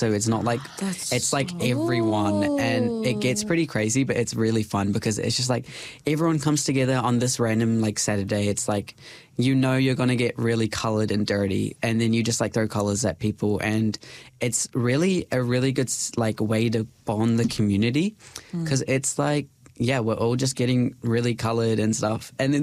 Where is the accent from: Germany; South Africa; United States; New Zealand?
New Zealand; Like, I am from New Zealand. I came over